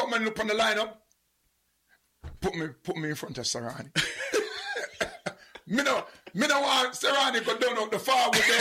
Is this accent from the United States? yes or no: no; Jamaica; it makes me feel proud as a Jamaican.